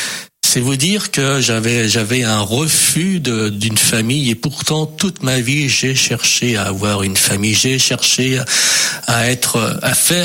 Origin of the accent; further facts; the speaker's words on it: France; born there; je suis né en France